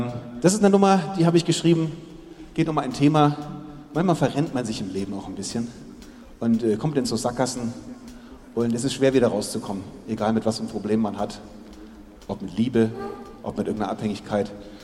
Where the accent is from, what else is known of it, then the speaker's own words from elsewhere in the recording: Erlangen, Bavaria, Germany; also born or lived in Nuremberg; so viele Menschen in meiner Heimat Franken. Ich bin zwar in Erlangen, aber ich habe auch in Nürnberg gelebt.